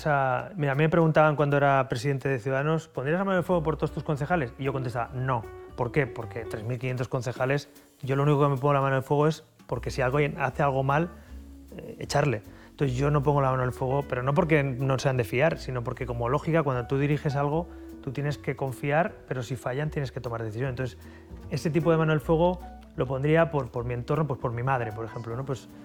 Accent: Barcelona, Catalonia, Spain; Yo soy de la Barceloneta, mi familia es de Málaga, yo soy mediterráneo.

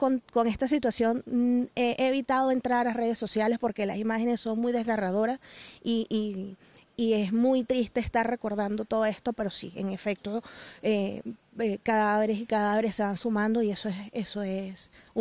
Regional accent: Caracas, Capital District, Venezuela; no soy de acá, oriunda de la capital

